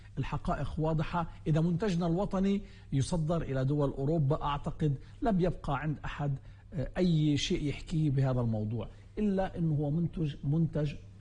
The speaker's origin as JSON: {"language": "Arabic", "country": "Palestine", "said": "إحنا كمواطنين فلسطينيين"}